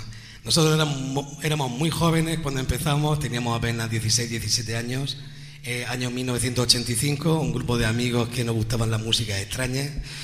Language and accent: Spanish; Alhama de Murcia, Region of Murcia, Spain; Somos de Alhama de Murcia, del pie de Sierra Espuña, donde Malvariche toma el nombre.